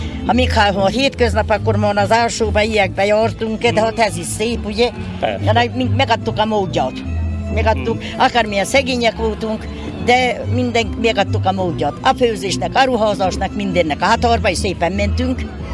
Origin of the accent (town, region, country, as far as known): Buják, Nógrád, Hungary